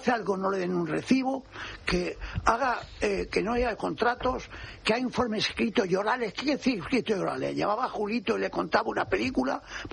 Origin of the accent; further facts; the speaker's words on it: Spain; pero yo soy un español normal